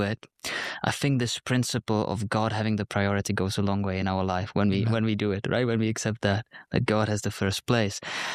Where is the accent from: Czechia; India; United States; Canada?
Czechia; I'm from Czech Republic. That's a country right in the heart of Europe.